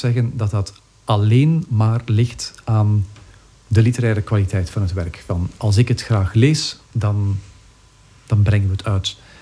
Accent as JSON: {"language": "Dutch", "town": "Kruibeke", "region": "Flanders", "country": "Belgium", "said": "Opnieuw, ik ben van Kruijbeek, ik ben niet eens Antwerpenaar, maar ik ben opgegroeid met Piet Pinter en Bert Bibber in de krant en ik vond dat taaltje fantastisch."}